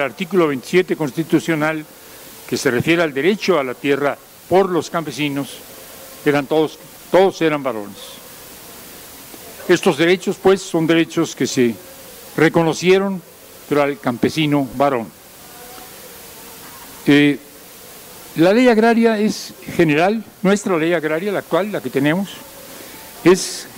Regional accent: Mexico City, Mexico; Somos vecinos, yo soy chilango, vivo en la Ciudad de México.

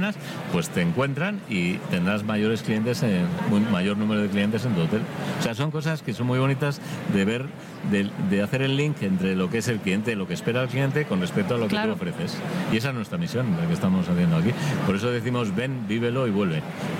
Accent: Spain; yo digo primer país porque soy español

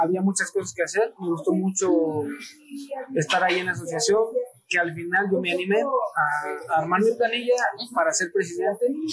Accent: Puebla, Mexico; Esa identidad de decir, sabes que soy poblano, sí.

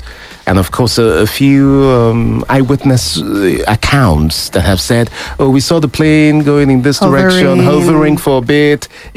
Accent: Lagos, Nigeria; while I was growing up in Lagos

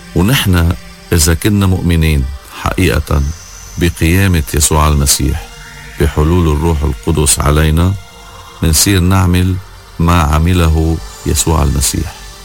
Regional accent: Lebanon; نحن منشكر الله كلبنانية على قديسينا.

